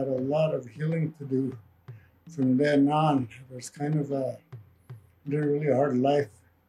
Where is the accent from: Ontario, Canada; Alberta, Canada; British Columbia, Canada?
British Columbia, Canada; Salmon Arm; I come from the Sikwipmik Nation of the Shuswap Lakes of Salmon Arm, British Columbia.